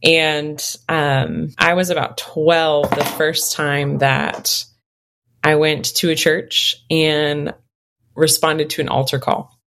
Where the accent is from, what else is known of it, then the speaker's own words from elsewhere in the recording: Biloxi, Mississippi, United States; And I'm from Biloxi, Mississippi, which is like a coastal town in the South.